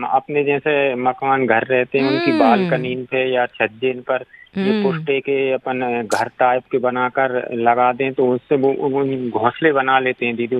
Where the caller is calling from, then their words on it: Berasia, Madhya Pradesh, India; बैरसिया जिला भोपाल मध्य प्रदेश से बात कर रहा हूँ